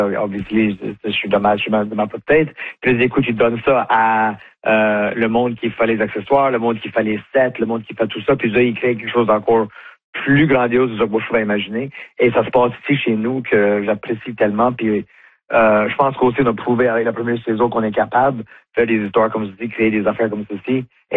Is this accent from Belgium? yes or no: no; the Maritimes, Canada; ici chez nous au Maritime, en Acadie.